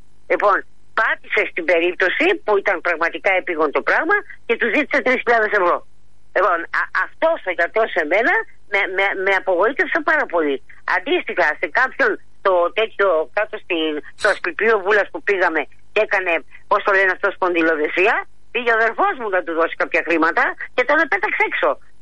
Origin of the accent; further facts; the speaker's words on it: Chalkida, Central Greece, Greece; Γιατί είμαι από τη Χαλκίδα και δεν τη γυρίζω πίσω.